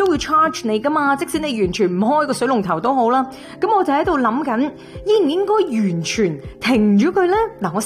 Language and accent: Cantonese; Canada; 呢个系我深深作为一个加拿大人嘅骄傲嚟嘅，就系我哋呢一种嘅筹款做善事嘅文化。